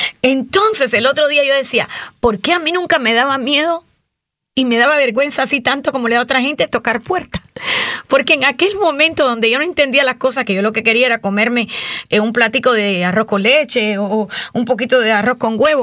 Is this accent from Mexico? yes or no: no; Cuba; moved away; Yo soy cubana, pero me quedé sin papá cuando tenía 10 años.